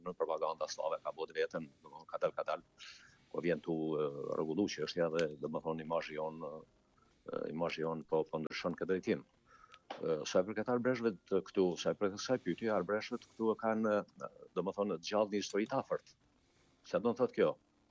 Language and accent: Albanian; Deçan, Kosovo; nga Komuna Deçanit